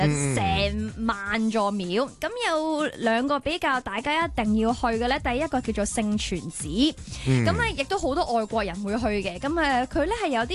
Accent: Hong Kong; 我哋香港人当然就唔会咁做啦

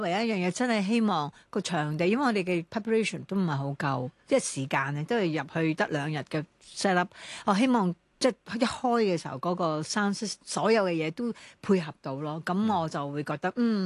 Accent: Hong Kong; 我哋身为香港人

